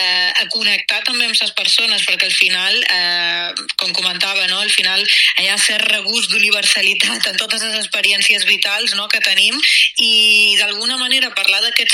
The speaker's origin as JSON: {"language": "Catalan", "area": "Ibiza", "region": "Balearic Islands", "country": "Spain", "said": "Jo soc d'Eivissa"}